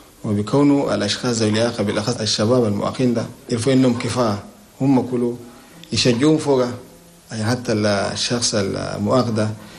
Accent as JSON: {"language": "Arabic", "country": "Chad", "said": "يساهم في تنمية بلدنا تشاد"}